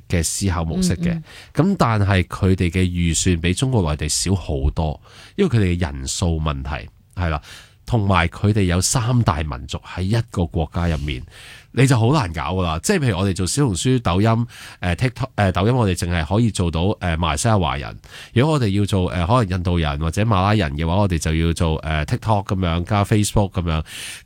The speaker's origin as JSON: {"language": "Cantonese", "country": "Hong Kong", "said": "我有时都会觉得有啲大香港心态嘅，即系我哋香港人。"}